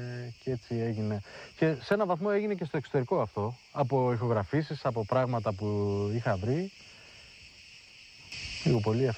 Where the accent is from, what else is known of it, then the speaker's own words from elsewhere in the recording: Heraklion, Crete, Greece; born there; Έκανα σπουδές κλασικής μουσικής, κλασικό πιάνο και κλασικό φλάουτο στο Ηράκλειο που γεννήθηκα, μετά στην Αθήνα και στο εξωτερικό συνέχισα πάλι κλασικές σπουδές